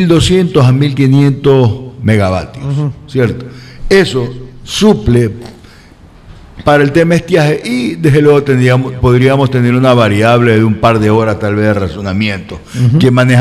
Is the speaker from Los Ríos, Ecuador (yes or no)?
no; Manabí, Ecuador; Nos alegramos como ecuatorianos que somos, como hombres de bien, que somos los manavitas